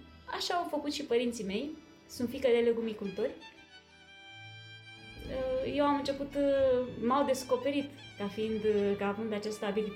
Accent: Bragadiru, Teleorman, Romania; Copilăria mea a fost o copilărie minunată. Eu am spus Zimnicea, mai exact este Bragadirul, județul Telâma, lângă Zimnicea. Eu am spus Zimnicea pentru că este cel mai aproape oraș de satul meu

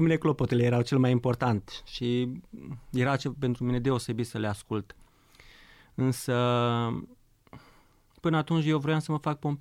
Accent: Solomon, Romania; prima dată teologie am învățat-o în satul meu natal, de la părinții mei, din satul Solomon, comuna Grâbou, județul

